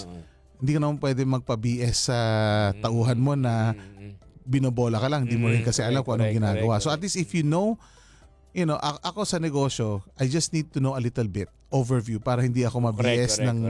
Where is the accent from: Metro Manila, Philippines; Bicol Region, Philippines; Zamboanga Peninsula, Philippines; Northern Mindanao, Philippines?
Metro Manila, Philippines; Manila; I think I grew up sa Divisoria. Mm-hmm. So alam mo, sa Divisoria, ang negosyo, ano yan eh, parang online yan eh.